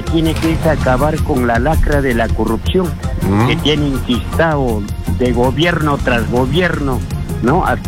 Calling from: Junín, Peru; Buenos días … … de Junín.

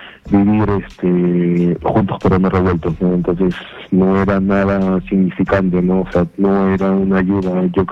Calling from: Chaclacayo, Lima, Peru; De Chaclacayo.

